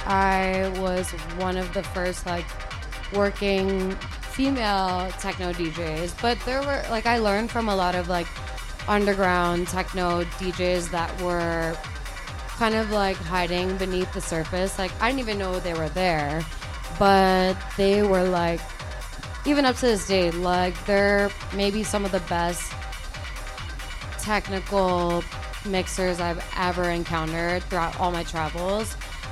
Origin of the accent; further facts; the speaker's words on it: Guam; I'm from Guam.